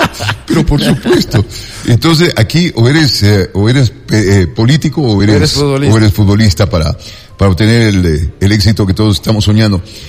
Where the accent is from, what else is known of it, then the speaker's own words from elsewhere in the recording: Spain; Pero ahora, también hay que entender, nosotros somos españoles.